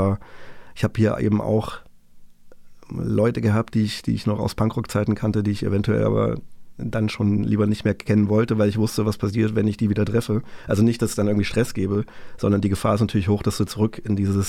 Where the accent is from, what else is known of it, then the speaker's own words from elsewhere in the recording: Ilmenau, Thuringia, Germany; ich musste zurück nach Ilmenau, wo ich herkomme.